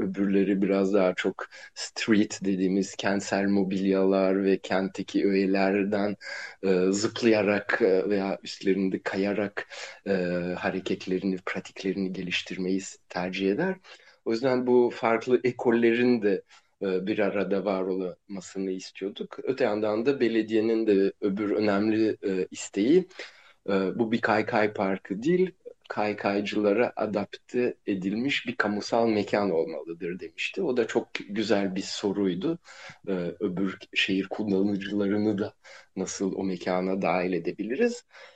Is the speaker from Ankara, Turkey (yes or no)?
yes; Ankara, Turkey; also born or lived in Brussels, Belgium; Evet, ben Brüksel'de doğdum. Sonra 5 yaşımda Ankara'ya taşındım ve 6. yaş günümde bana bir kaykay hediye ettiler.